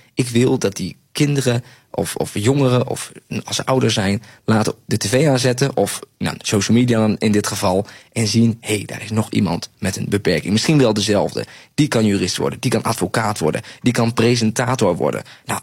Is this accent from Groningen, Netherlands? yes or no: yes; Groningen, Netherlands; Ze vonden mij juist heel direct als Groninger.